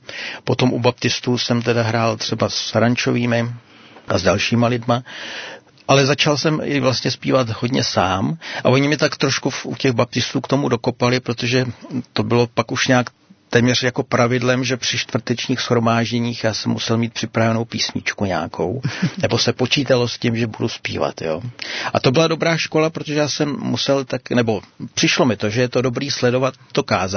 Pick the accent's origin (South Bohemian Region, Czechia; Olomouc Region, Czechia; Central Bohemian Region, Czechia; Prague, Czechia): Central Bohemian Region, Czechia; Trhový Štěpánov; Pocházím z Trhovýho Štěpánova, tam je církev bratrská, nebo byla v té době.